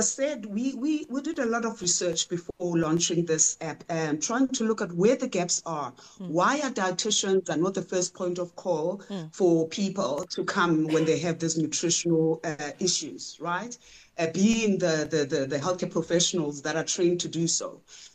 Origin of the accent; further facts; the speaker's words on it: Eastern Cape, South Africa; for example, myself, I'm closer from the Eastern Cape. Umngqusho is part of what I eat.